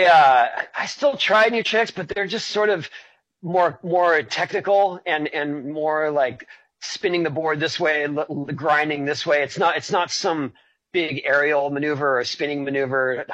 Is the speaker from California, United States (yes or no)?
yes; San Diego, California, United States; I grew up in San Diego